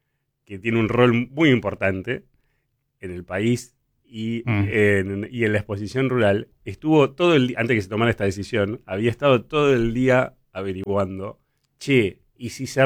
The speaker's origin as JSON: {"language": "Spanish", "country": "Argentina"}